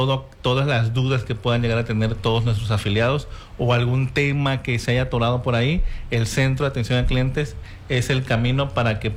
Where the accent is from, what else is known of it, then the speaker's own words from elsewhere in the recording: Villahermosa, Tabasco, Mexico; tenemos aquí ya 6 años en Villahermosa. Yo soy de Villahermosa, ¿no?